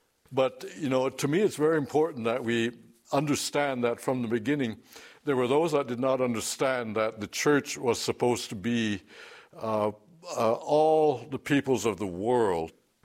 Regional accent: Jamaica; moved away; I grew up in Jamaica

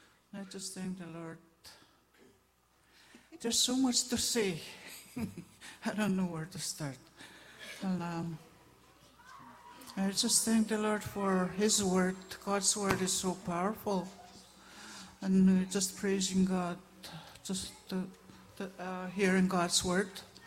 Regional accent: Garden Hill, Manitoba, Canada; We're from Garden Hill. There's six of us that came.

